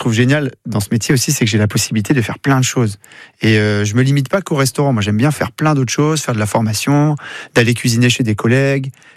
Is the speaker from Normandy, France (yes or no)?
yes; Normandy, France; moved away; je suis normand d'origine, alors j'ai grandi au bord de la mer